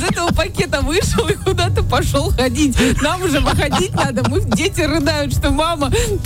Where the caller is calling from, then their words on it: Volgograd, Volgograd Oblast, Russia; Волгоград